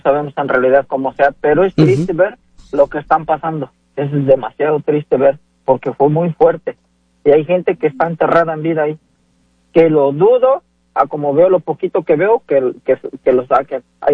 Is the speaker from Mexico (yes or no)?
yes; Tlaxcala, Mexico; Yo soy de Tlaxcala y cuando salíamos a trabajar al estado de Puebla.